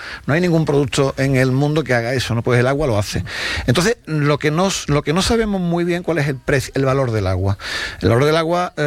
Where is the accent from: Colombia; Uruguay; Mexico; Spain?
Spain; porque lo que sí hacemos bien los españoles es cuando nos dan una nota de que hay que ahorrar agua y tal, hacerlo.